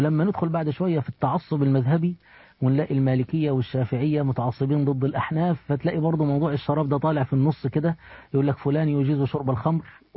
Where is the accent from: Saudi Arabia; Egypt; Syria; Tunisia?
Egypt; احنا عندنا في مصر